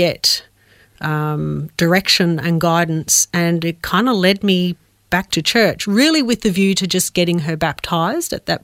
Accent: Adelaide, South Australia, Australia; also born or lived in Melbourne; So I was born in Melbourne, but we moved to Adelaide when I was about five for my dad's work. He worked for the Ford Motor Company. And we settled into a lovely Adelaide community.

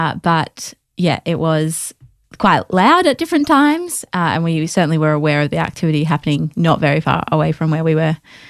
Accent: Ballarat, Victoria, Australia; now in Melbourne, Australia; Yeah, I'm from Ballarat and I moved to Melbourne when I was an adult for uni.

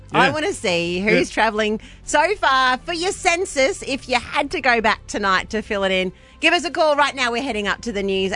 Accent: Wellington, New Zealand; because I'm from Wellington, New Zealand.

